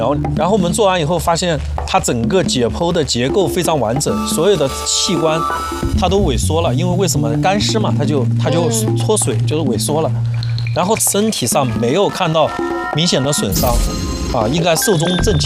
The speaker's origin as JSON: {"language": "Chinese", "country": "China", "said": "我们中国人不是这样的。"}